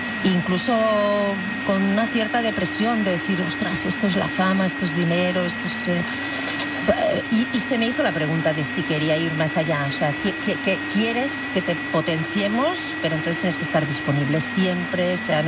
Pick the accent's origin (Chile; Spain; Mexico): Spain; Catalonia; Pero es porque yo dije que como catalán no había pareja... No, esto dije. No había pareja más catalana que la nuestra.